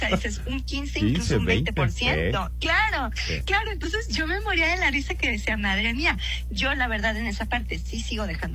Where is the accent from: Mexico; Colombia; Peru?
Mexico; moved away as an adult; now in Spain; los mexicanos hemos aprendido a ser un poco más cautelosos